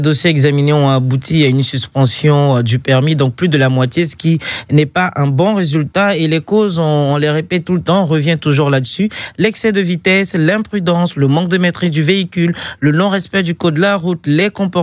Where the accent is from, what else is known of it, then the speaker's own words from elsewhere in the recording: Côte d’Ivoire; en tant qu'Ivoirienne et citoyenne